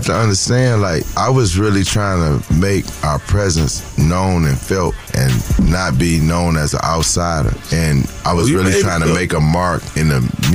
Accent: Detroit, Michigan, United States; also born or lived in Atlanta; Yeah, I'm originally from Detroit, but I got real deep roots in Atlanta. I come in on the east side in Decatur, starting out living off of Wesley Chapel.

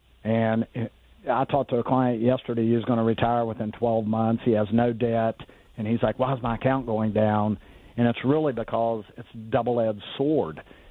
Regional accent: United States; I'm from Jackson County, and we had Kaiser Aluminum, which had a lot of steel workers unions.

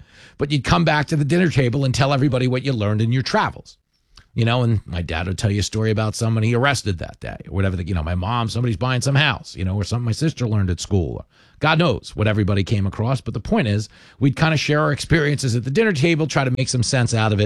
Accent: Levittown, United States; growing up in Levittown.

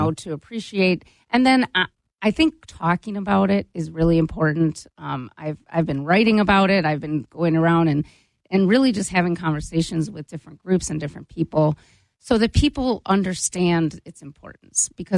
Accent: Cleveland, Ohio, United States; so I served on a jury in my hometown of Cleveland.

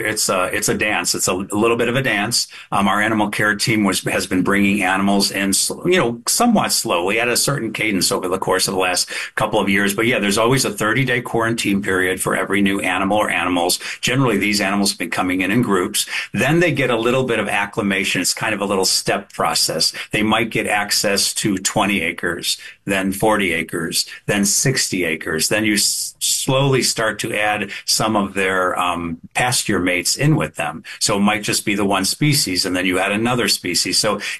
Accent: Chicago, Illinois, United States; now in St. Louis, United States; I'm also from Chicago, and I worked at the Brookfield Zoo.

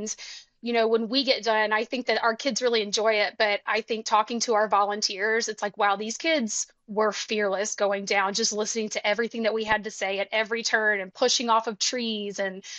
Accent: Alabama, United States; I mean, I'm from Alabama and I was around water all the time and I learned how to swim

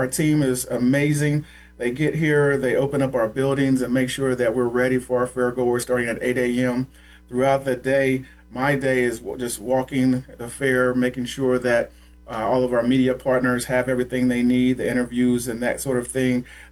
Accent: Indianapolis, Indiana, United States; I am born and raised in Indianapolis. Went to Broad Ripple High School, the best high school in the city.

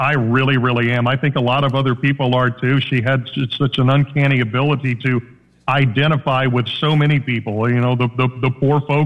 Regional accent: Dallas-Fort Worth, Texas, United States; I'm a second-generation radio guy. I grew up in Dallas-Fort Worth.

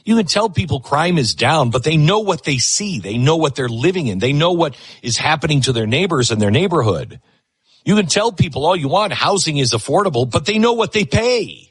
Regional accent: Mount Vernon, Washington, United States; I grew up in the Seattle area, Mount Vernon, Washington, a little teeny town north of Seattle.

